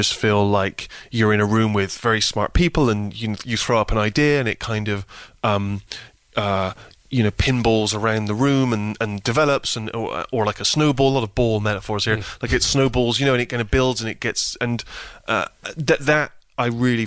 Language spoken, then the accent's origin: English; Bristol, South West England, United Kingdom; moved away; when I was growing up in Bristol